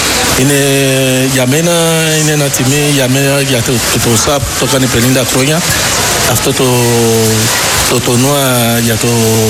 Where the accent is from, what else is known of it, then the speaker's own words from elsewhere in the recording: Greece; είναι από Ελλάδα, γιατί εδώ μεγαλώνω. Από το μικρό μου, γι' αυτό έχω την αγάπη Ελλάδα, γι' αυτό και εγώ είμαι από εδώ, από Ελλάδα.